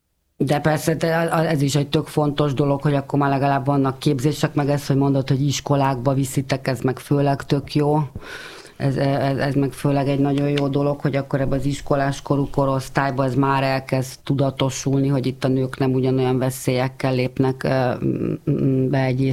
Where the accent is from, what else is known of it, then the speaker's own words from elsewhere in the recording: Budapest, Hungary; budapesti vagyok